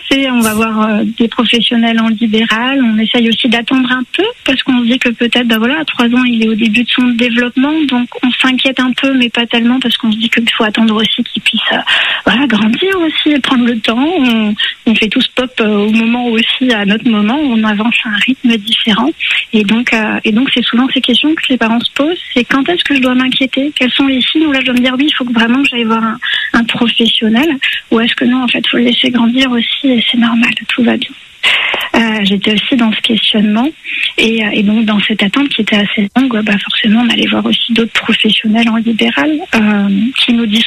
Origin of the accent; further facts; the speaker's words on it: Grand Est, France; Alors moi, je suis de Moselle, donc dans le Grand Est, frontière allemande.